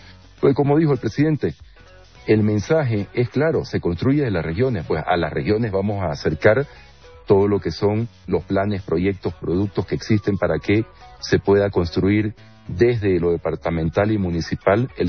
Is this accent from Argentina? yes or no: no; Bolivia